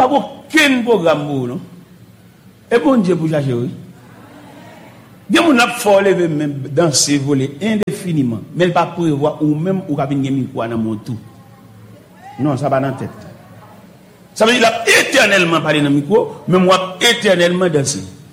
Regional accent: Haiti; Parce que nous-mêmes, haïtiens chrétiens, avec des petits groupes haïtiens

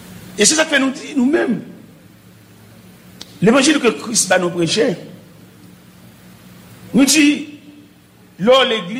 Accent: Haiti; Parce que nous-mêmes, haïtiens chrétiens, avec des petits groupes haïtiens que l'église là

